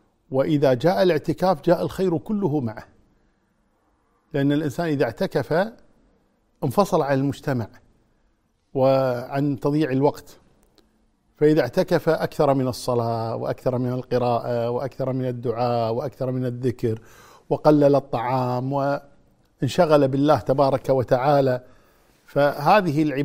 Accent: Kuwait

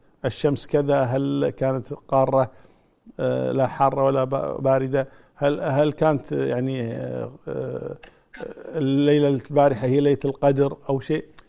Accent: Kuwait; الحمد لله عندنا في الكويت يعني الوزارة يعني مهيئة لهذا

